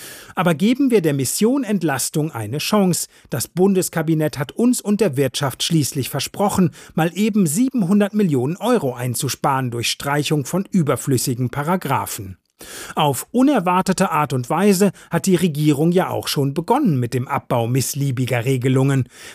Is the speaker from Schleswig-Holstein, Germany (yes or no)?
no; Plettenberg, North Rhine-Westphalia, Germany; wie in meiner Heimatstadt Plettenberg, ebenfalls im Sauerland